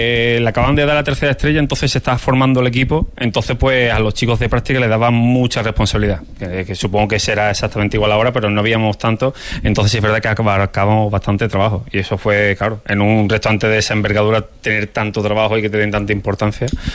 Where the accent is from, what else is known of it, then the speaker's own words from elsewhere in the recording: Huelva, Andalusia, Spain; moved away; por amor a mi tierra, porque estudié la cocina en Islantilla, porque siempre he querido volver a Huelva